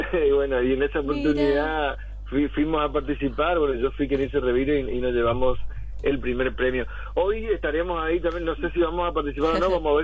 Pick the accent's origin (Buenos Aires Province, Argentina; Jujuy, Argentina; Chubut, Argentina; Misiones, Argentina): Misiones, Argentina; Puerto Iguazú; Yo nací acá en Villa Tacuara, así que pegado a lo que es Barrio Obrero.